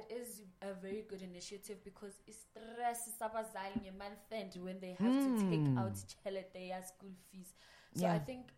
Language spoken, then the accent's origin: English; Newcastle, KwaZulu-Natal, South Africa; from where I'm from Newcastle